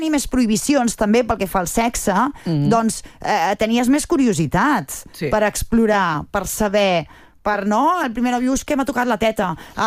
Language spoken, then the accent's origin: Catalan; Barcelona, Catalonia, Spain; Jo que sóc de Barcelona. A Barcelona n'hi havia un fotimer de discoteques de divendres a la tarda.